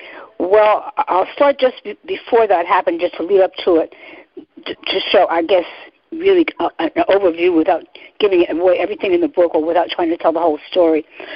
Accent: New York, United States; as a New Yorker, brought up in the streets

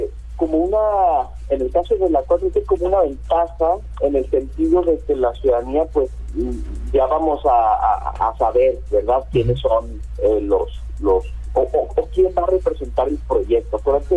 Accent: Nuevo León, Mexico; No nada más por el hecho de que somos de Nuevo León nos interesa el estado

